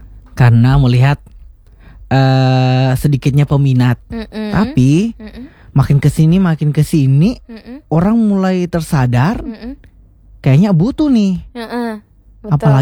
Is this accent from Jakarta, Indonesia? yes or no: no; South Sulawesi, Indonesia; Kak, saya dapat di sosmed nih. Tapi saya kan dari Sulsel.